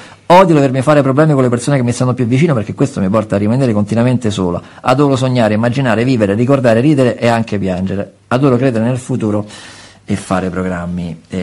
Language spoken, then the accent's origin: Italian; Rome, Lazio, Italy; essendo anch'io cresciuto a Roma Nord, avendo frequentato scuole simili